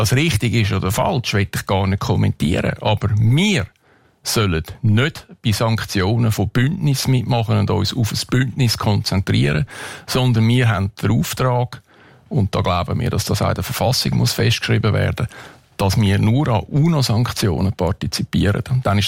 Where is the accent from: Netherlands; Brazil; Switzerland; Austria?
Switzerland